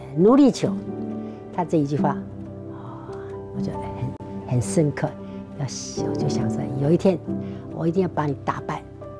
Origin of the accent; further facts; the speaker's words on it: Miaoli County, Taiwan; 我的家乡住在苗栗客家庄。